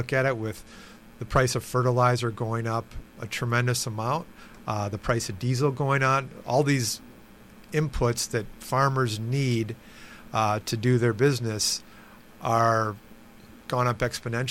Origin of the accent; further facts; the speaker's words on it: Kenosha, Wisconsin, United States; also born or lived in Chicago; I grew up in Kenosha, pretty close to the radio station here, and then started a career in Chicago at the commodity exchanges and worked down there for probably over 30 years.